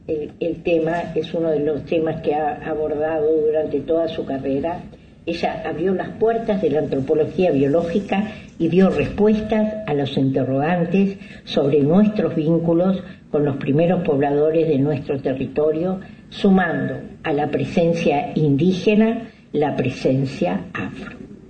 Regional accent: Salto, Uruguay; born there; Nacimos en Salto Grande. Hicimos aquí nuestros primeros aprendizajes.

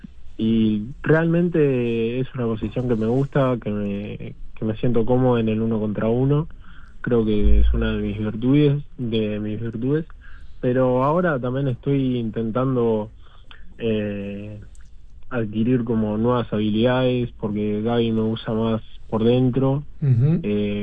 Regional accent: Montevideo, Uruguay; born there; now in Barros Blancos, Uruguay; Pero nací en Malvin Norte.

